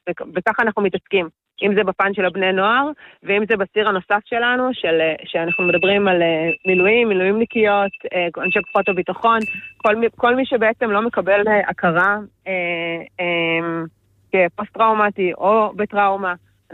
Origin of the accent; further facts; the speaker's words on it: Central Israel, Israel; אני מהמרכז